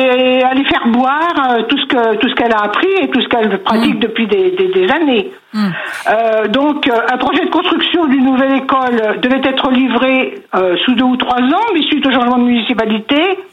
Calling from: Bazainville, Île-de-France, France; Je vous appelle de Bazainville.

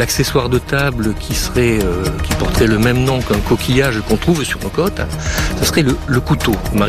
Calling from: Pays de la Loire, France; Alors, j'habite en Loire-Atlantique, je suis près du bord de la mer.

